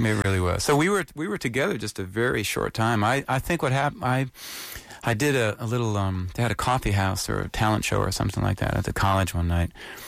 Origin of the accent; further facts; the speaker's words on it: Connecticut, United States; Connecticut.